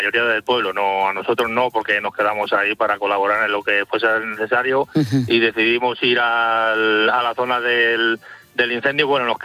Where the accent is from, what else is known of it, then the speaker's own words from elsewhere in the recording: Mijares, Castile and León, Spain; yo soy natural de Mijares y conozco muy bien la zona.